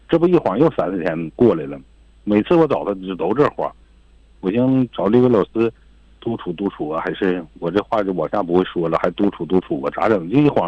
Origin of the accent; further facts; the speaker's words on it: Tongliao, Inner Mongolia, China; 证明我这土生土长的户口从来都没从这儿迁上过来